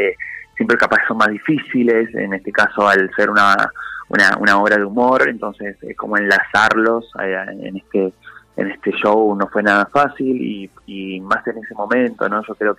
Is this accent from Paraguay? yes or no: no; Buenos Aires, Argentina; now in Córdoba, Argentina; Sí, no, hace un tiempito no vivo en Buenos Aires, me vine a vivir a Córdoba.